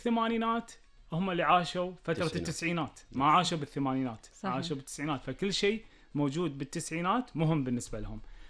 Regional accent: Kuwait; وإحنا يعني كشعب كويتي

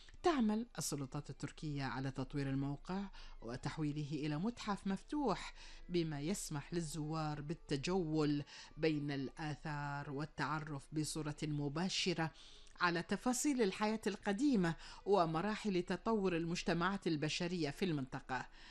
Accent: Kuwait; تحياتنا وتقديرنا واحترامنا لكل رجالات الداخلية وهم يسعون لفرض الأمن والأمان في ديرتنا الحبيبة الكويت

